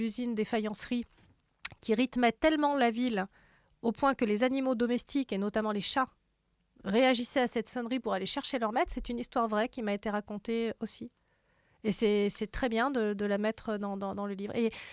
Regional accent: Langogne, Occitanie, France; moi j'ai grandi, tu sais, en Lozère, à Langogne, et à Langogne, on a tous vécu le barrage de Nossac

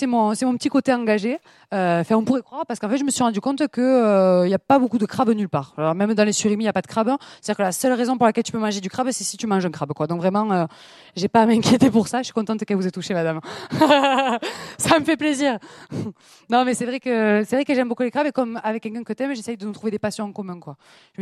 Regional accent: south of France, France; accent: accent du Sud

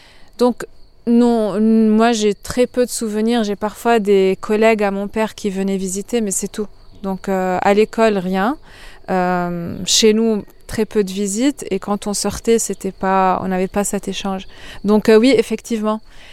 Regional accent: Lebanon; now in France; que en tant que Libanais, j'ai pas.

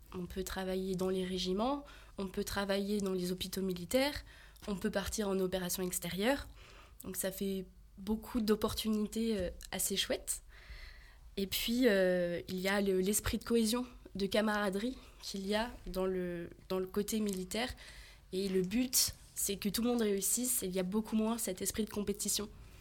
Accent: Auvergne-Rhône-Alpes, France; j'ai 21 ans, je viens de Savoie et je suis actuellement étudiante en médecine militaire à l'école de santé des armées.

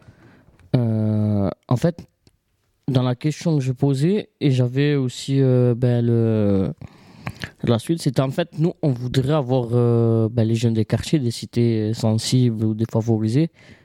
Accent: Provence-Alpes-Côte d'Azur, France; Alors, je suis issu des quartiers des Bouches-du-Rhône, de la cité Bariol.

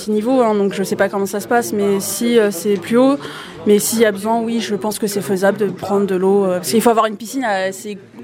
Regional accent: Bourgogne-Franche-Comté, France; voilà, ça, je suis aussi de Bourgogne.

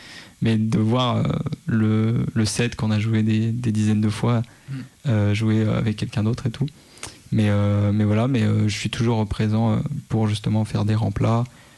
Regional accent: Saint-Étienne, Auvergne-Rhône-Alpes, France; born there; now in Lyon, France; je suis né à Saint-Etienne. Et j'aime beaucoup cette ville. C'est la ville de cœur.

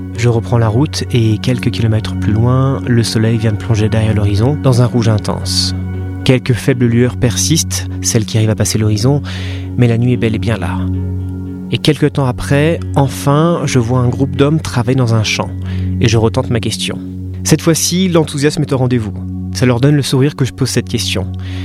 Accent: France; Bonjour, ça va, je suis français.

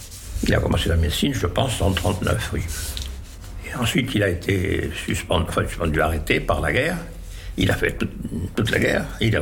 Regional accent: Tlemcen, Tlemcen Province, Algeria; now in France; Je suis né en Algérie, en 27. 19, non, bien sûr. J'ai 98 ans. Je suis en Algérie. J'ai fait une partie de mes études primaires et secondaires en Algérie, une ville qui s'appelle Tlemcen.

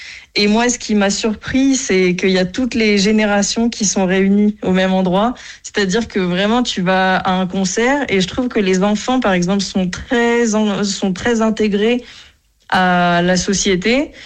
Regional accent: France; now in Medellín, Colombia

